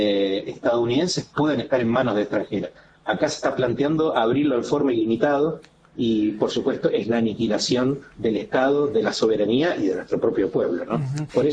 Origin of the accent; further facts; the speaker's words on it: Argentina; Que es lo que somos los argentinos.